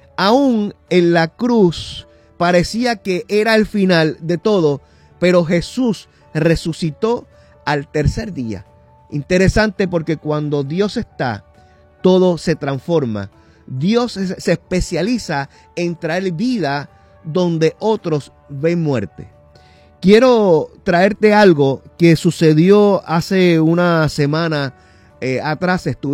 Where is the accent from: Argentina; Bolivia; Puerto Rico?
Puerto Rico; Caguas; nosotros somos de Caguas